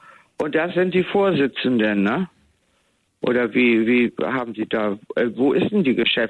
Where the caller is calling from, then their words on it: Tostedt, Lower Saxony, Germany; ich komme hier aus Tostedt, 21255 ist meine Postleitzahl